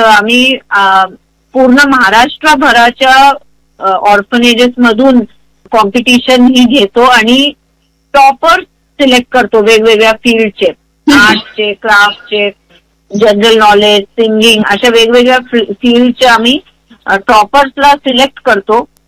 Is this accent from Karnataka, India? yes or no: no; Ahmednagar, Maharashtra, India; moved away; Actually मी नगरची आहे, मूळची माहेर, माझं तारडा नगरचं आहे.